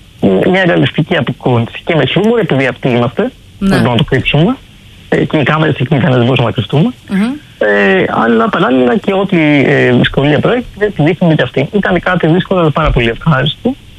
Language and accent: Greek; Komotini, Eastern Macedonia and Thrace, Greece; εγώ είμαι από την Κομωτινή.